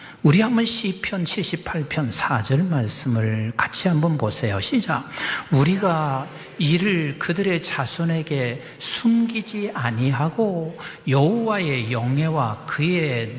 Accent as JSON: {"language": "Korean", "country": "South Korea", "also_born_or_lived": "United Kingdom", "said": "그래서 한국에서 왔다고."}